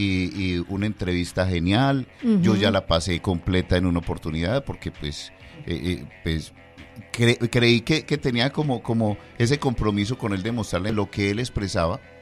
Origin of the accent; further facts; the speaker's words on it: Magangué, Bolívar, Colombia; Cuando yo llegué de Magangué, yo llegué al barrio Sevilla y nos quedamos juntos